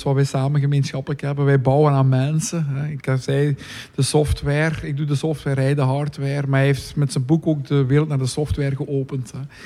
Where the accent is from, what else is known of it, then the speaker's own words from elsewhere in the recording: Flanders, Belgium; wij zijn toch Limburgers, maar met een blik op de wereld.